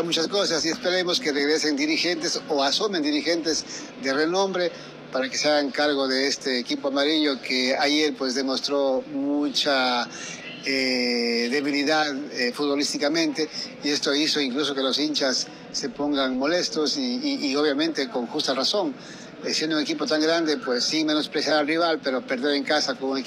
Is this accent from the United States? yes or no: no; La Troncal, Cañar, Ecuador; como ciudadano, como modesto ciudadano de la Cantona Troncal.